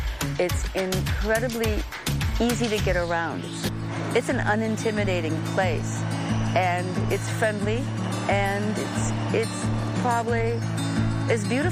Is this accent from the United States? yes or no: yes; Minnesota, United States; moved away; I mean, I came from Minnesota, where 9 months of the year it's freezing, and here, 9 months of the year, it's wonderful.